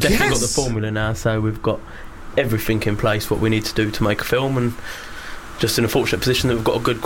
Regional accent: United Kingdom; I'm a British Asian guy.

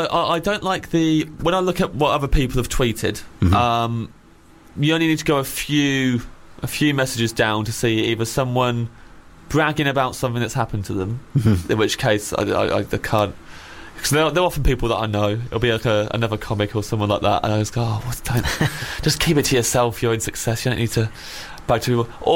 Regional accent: Kettering, East Midlands, United Kingdom; moved away; I grew up in Kettering in Northamptonshire.

